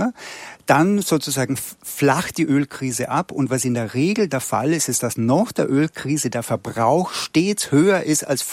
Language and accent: German; Austria; moved away; ich bin ja aus Österreich